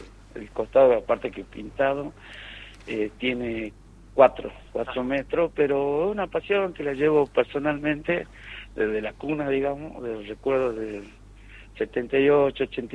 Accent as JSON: {"language": "Spanish", "country": "Argentina", "said": "mis colores argentinos, por mi nación"}